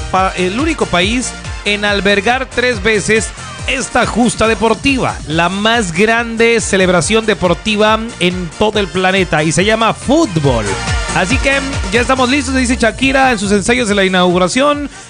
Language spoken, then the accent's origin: Spanish; Mexico